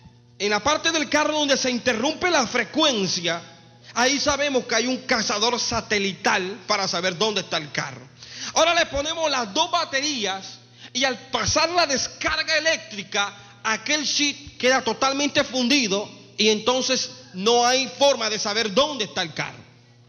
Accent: Colombia

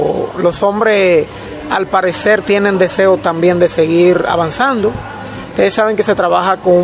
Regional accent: San Francisco de Macorís, Duarte, Dominican Republic; de San Francisco de Macorís.

